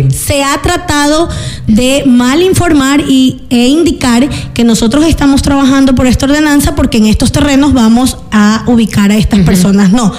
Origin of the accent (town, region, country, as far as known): La Libertad, Santa Elena, Ecuador